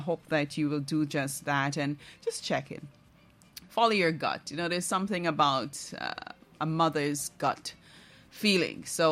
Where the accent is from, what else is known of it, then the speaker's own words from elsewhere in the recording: Barima-Waini, Guyana; moved away; I am from Region 1.